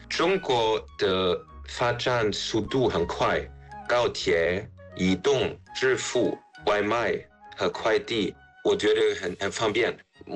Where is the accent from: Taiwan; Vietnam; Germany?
Germany; Chinese is a second language; moved away as an adult; now in Shanghai, China; 中国人觉得我们德国人最重要是尊师，